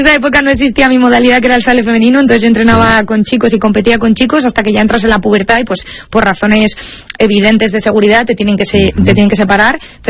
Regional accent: Spain; No, yo de camiseta de España, que yo soy muy española.

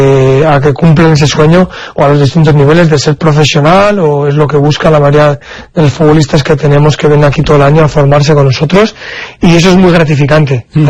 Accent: Castile and León, Spain

